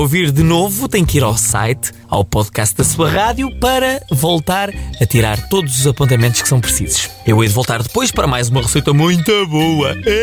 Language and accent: Portuguese; Oeste, Portugal; Pois é, eu até sou do Oeste, a terra da pera roxa.